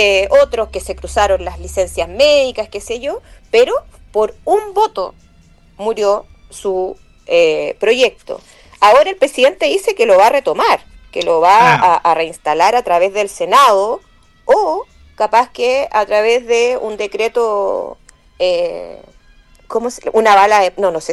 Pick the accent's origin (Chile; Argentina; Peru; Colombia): Chile; No me siento cómoda como chilena que mi país sea parte del escudo de las Américas